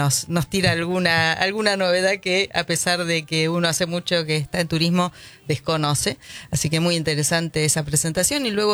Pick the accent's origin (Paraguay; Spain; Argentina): Argentina; no somos muchos los argentinos que recorremos Aragón